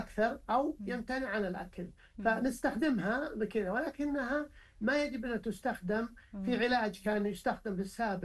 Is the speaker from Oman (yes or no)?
no; Saudi Arabia; عندنا في المملكه هنا